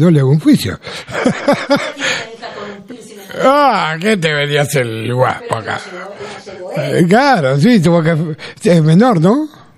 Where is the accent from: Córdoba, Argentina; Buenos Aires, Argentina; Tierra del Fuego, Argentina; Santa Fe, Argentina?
Buenos Aires, Argentina; born there; Yo soy de Capital Federal, nacido en Parque de los Patricios, y el chamamé corre por mi sangre, con mis viejos correntinos los dos, y mi abuelo y mi bisabuelo paraguayo.